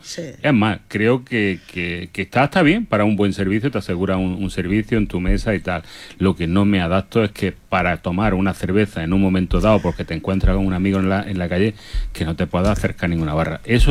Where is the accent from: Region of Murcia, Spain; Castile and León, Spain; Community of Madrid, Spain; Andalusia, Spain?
Andalusia, Spain; Almuñécar; moved away; Llevaba ya mucho tiempo sin visitar mi ciudad natal, que es Almuñécar